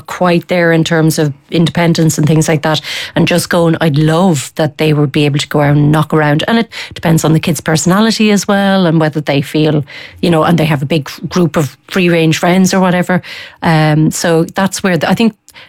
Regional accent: Tipperary, Munster, Ireland; I grew up in Tipperary. It's a bit landlocked.

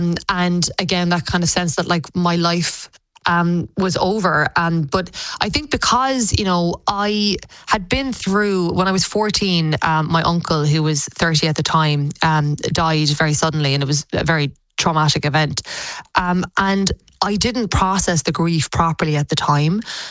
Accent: Clonakilty, Munster, Ireland; moved away as an adult; I am from Clonakilty. My parents own … Butcher Shop on the main street there.

